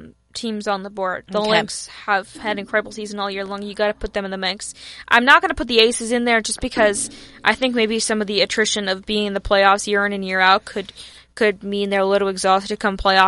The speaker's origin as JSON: {"language": "English", "region": "Massachusetts", "country": "United States", "said": "We're both New Englanders. We're both from Mass."}